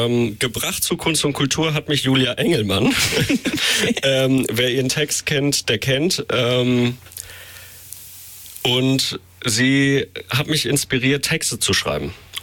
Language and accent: German; Dinslaken, North Rhine-Westphalia, Germany; Und das Ganze fand in der Kostbar in meiner Heimatstadt Dienstlaken so 2016, 17 statt.